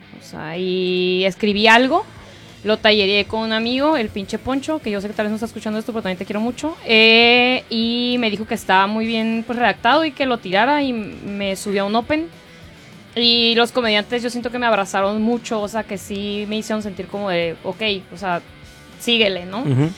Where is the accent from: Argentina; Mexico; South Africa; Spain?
Mexico; Y soy mexicana, y viva México